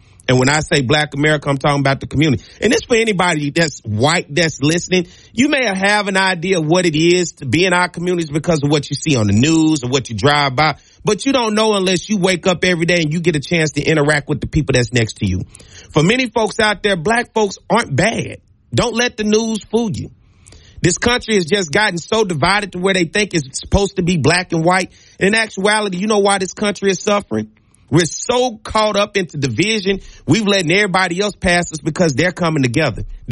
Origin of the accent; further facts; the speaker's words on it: Arkansas, United States; also born or lived in Chicago, United States; I can't expect everybody to understand my background or where I'm from, even that's black in Baton Rouge, because I grew up in Arkansas and in Chicago.